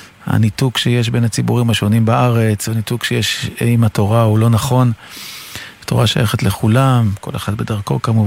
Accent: Kiryat Motzkin, Haifa District, Israel; born there; נולדתי בקריית מוצקין.

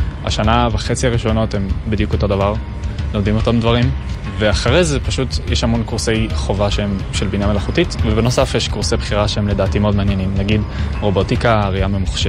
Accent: Nofit, Northern District, Israel; אני מהצפון, מיישוב קטן בשם נופית. אני בן 26

